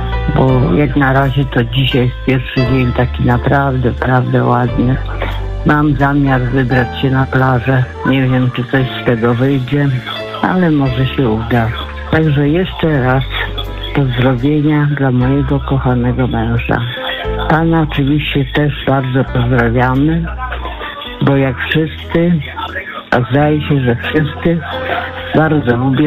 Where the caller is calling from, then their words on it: Łeba, Pomeranian Voivodeship, Poland; Dzwonię ze Słonecznej Łeby.